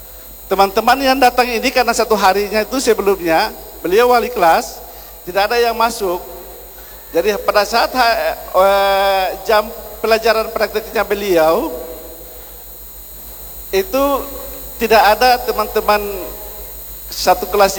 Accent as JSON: {"language": "Indonesian", "town": "Ternate", "region": "North Maluku", "country": "Indonesia", "moved": "yes", "lives_now": "Papua, Indonesia", "said": "asal dari Dufa-Dufa."}